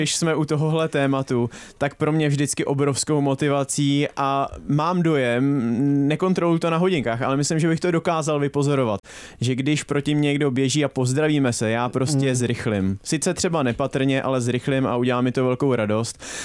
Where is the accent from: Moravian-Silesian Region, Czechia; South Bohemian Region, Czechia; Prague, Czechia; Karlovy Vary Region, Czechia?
Prague, Czechia; protože jsem ze Zbraslavy